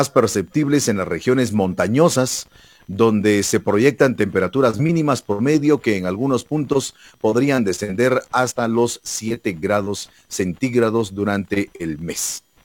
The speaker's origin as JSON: {"language": "Spanish", "country": "Guatemala", "said": "los guatemaltecos también nos encaminamos hacia los meses más fríos"}